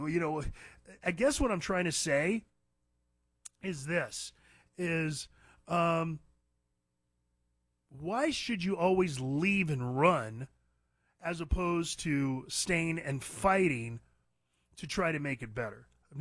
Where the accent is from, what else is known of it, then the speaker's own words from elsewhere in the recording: California, United States; moved away as an adult; now in Nevada or Arizona desert, United States; I grew up in California, was born and raised. I left California at age 29, moved out to the desert, never looked back. I've got family still in California.